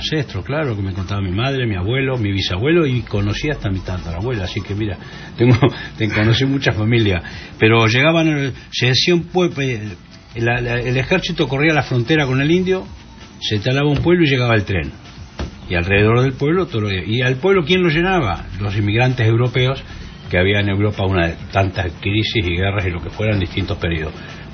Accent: Pehuajó, Buenos Aires Province, Argentina; Yo soy de Pehuajó, un pueblo del oeste de la provincia de Buenos Aires. Un pueblo en el corazón de la pampa húmeda, ¿no? De pueblo, bien de pueblo.

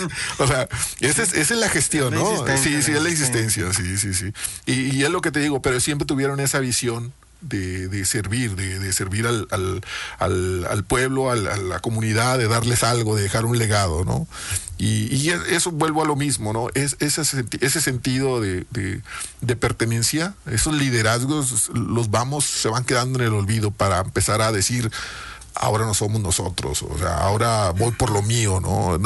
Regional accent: Abasolo, Tamaulipas, Mexico; born there; also born or lived in Jico; nosotros cuando vinimos de Jico, vinimos buscando tierra, llegamos al municipio de Abasolo, a particularmente elegido Las Delicias.

